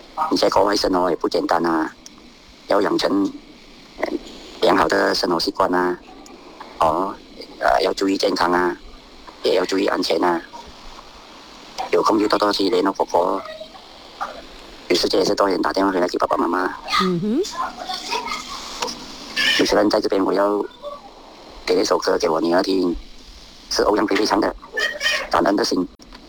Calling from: Kuala Krai, Kelantan, Malaysia; 我是来自吉兰丹州国拉基来的

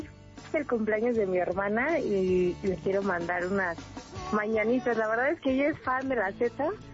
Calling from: Tultepec, State of Mexico, Mexico; Yo acá marcando desde Tultepec.

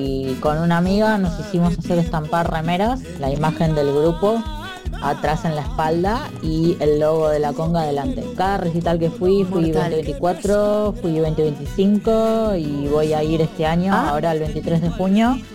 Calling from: Merlo, Buenos Aires Province, Argentina; Hola, Radio Disney. … de Merlo.

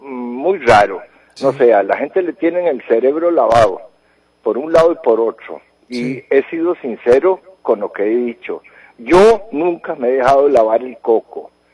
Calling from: Costa Rica; Esto es Costa Rica, somos ticos.

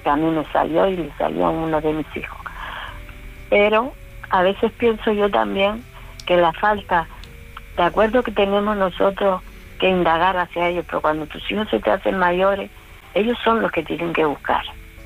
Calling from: Canary Islands, Spain; yo soy canaria, de la isla de enfrente.

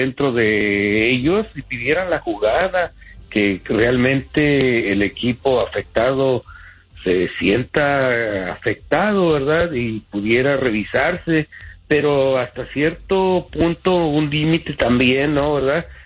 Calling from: Los Angeles, California, United States; estoy llamando de Los Ángeles

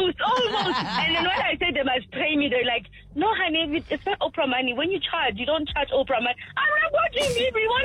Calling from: South Africa; I'm from Davao.

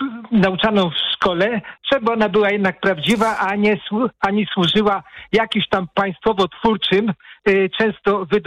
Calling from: Płock, Masovian Voivodeship, Poland; ja jestem z Płocka

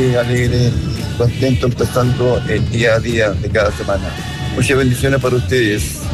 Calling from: Batuco, Santiago Metropolitan, Chile; Les mando un gran saludo acá desde Batuco

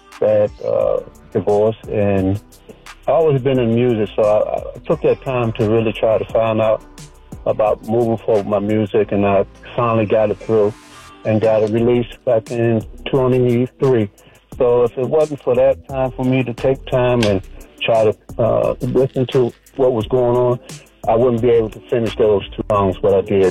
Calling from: Maryland, United States; I'm from Detroit Heights, Maryland.

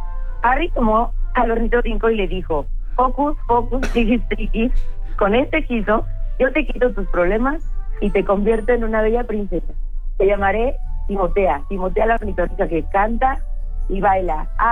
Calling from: Mexico City, Mexico; De la Ciudad de México

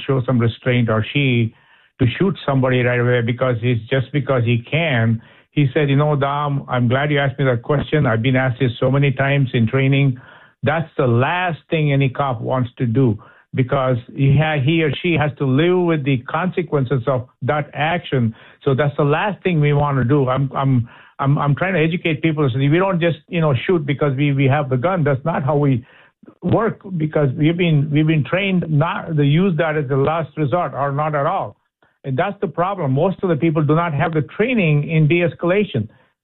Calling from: Minnesota, United States

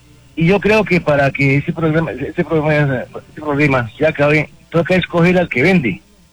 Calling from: Sogamoso, Boyacá, Colombia; aquí de Sogamoso.

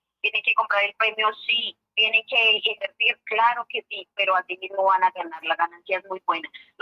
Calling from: Bogotá, Colombia; Por acá el sector de Nuevo Musú en Bogotá

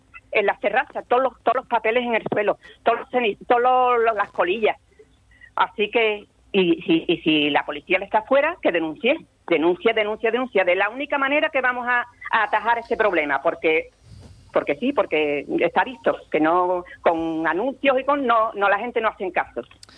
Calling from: Cádiz, Andalusia, Spain

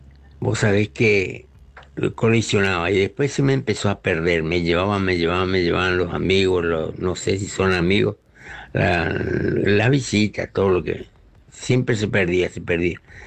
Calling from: Clorinda, Formosa, Argentina; de Clorinda. Bueno, con respecto a la consigna, me gusta coleccionar mates, todas las clases de mates o guampa, como le llaman acá en Formosa

